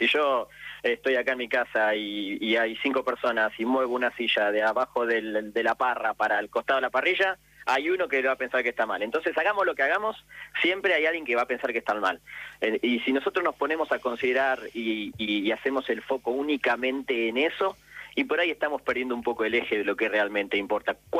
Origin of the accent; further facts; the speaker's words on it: Argentina; Me parece que ese es uno de los valores más importantes que nosotros, en el mes del Mundial como argentinos, tenemos que rescatar siempre.